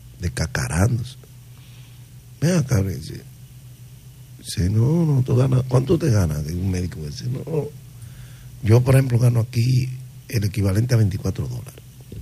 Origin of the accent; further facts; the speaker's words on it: Cibao, Dominican Republic; yo soy cibaeño.